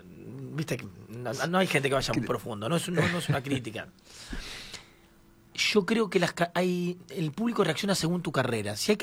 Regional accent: Argentina; Yo siempre digo que yo amo mi país y muero en mi país porque

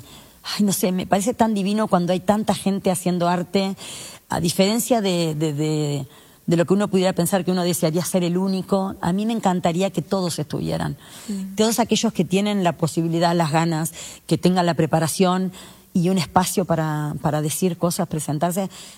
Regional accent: Uruguay; Y también hay una cultura de cómo somos nosotros los uruguayos. Somos más recatados, más miedosos, tal vez.

